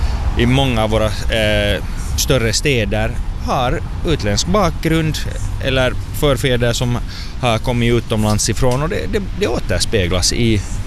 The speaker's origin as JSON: {"language": "Swedish", "country": "Sweden", "tie": "born or raised there", "said": "No, jag är uppvuxen i Sverige. Så mina tidigaste barndomsminnen är faktiskt att det var lördagsgodis på Pressbyrån."}